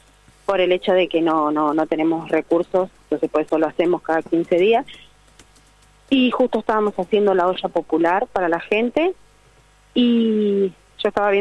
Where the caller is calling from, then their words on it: Buenos Aires, Argentina; nosotros somos de la Villa 21, 24